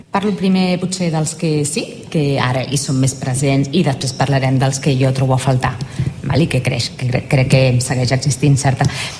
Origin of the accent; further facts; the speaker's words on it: Santa Perpètua de Mogoda, Catalonia, Spain; Jo que sóc de Santa Perpètua de la Moguda, un poblet a costat de Sabadell